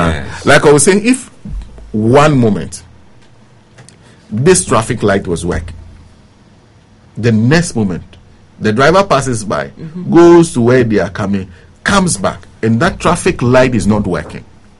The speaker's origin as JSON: {"language": "English", "town": "Sogakope", "region": "Volta", "country": "Ghana", "tie": "born or raised there", "said": "you are coming from my hometown of Sogakope."}